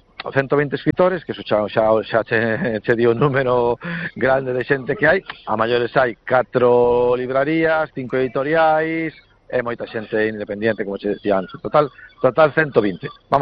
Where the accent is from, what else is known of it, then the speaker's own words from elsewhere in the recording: Bañobre, Galicia, Spain; se o digo polo meu pueblo, non? Bañobre, quer dicir, non somos nin concello, temos unha verbena, non?